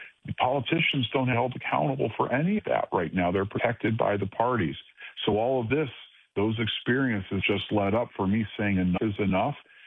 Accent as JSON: {"language": "English", "town": "Cleveland", "region": "Ohio", "country": "United States", "tie": "born or raised there", "said": "I remember a guy, Dave Zupan, in Cleveland, Ohio, my hometown, someone I met."}